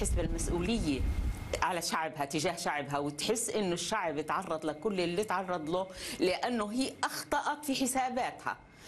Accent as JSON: {"language": "Arabic", "country": "Palestine", "said": "احنا كفلسطينيين"}